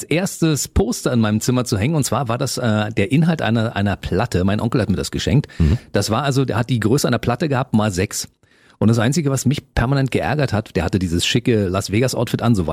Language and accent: German; East Germany, Germany; Ich hatte damals keine Bravo, ich bin im Osten aufgewachsen, bei uns gab es sowas nicht